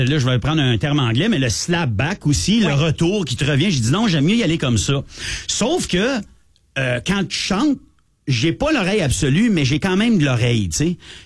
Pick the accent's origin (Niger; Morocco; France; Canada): Canada; Ottawa, Ontario